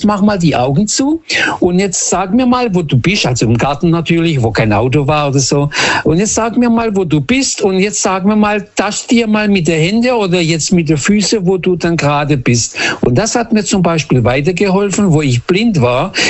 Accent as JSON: {"language": "German", "region": "Lisbon", "country": "Portugal", "second_language": "German", "said": "ich komme aus Portugal, aus Lissabon, meine Eltern haben da unten Tag und Nacht gearbeitet"}